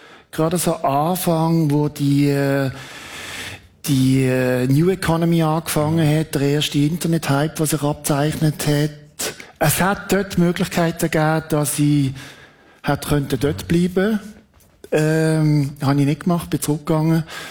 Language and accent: German; Switzerland; schau, ich bin Schweizer, mir ist da, ich bin neutral, ich laufe jetzt da rein.